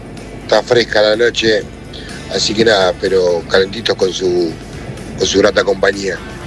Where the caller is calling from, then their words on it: Santa Fe, Argentina; de Santa Fe. Acá estamos viajando, acá llegando a Buenos Aires